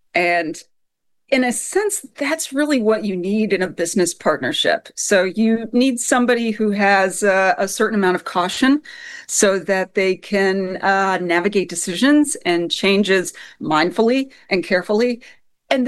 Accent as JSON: {"language": "English", "region": "Kentucky", "country": "United States", "tie": "born or raised there", "said": "a lot of the families that I knew when I was growing up in Kentucky"}